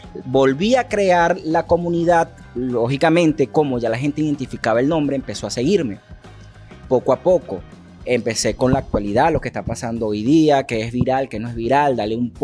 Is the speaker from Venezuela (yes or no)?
yes; Venezuela; En ese momento había una situación en mi país, Venezuela, muy fuerte, de un cambio de transición